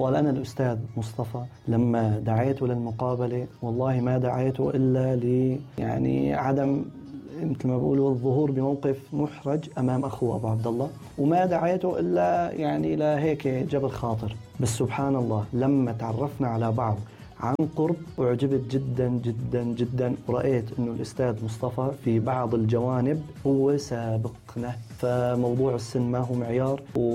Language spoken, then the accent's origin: Arabic; Syria; moved away; نحن كمجتمع سوري، كمجتمع عربي بشكل عام، كمجتمع سوري بشكل خاص، عندنا ترابط اجتماعي وثيق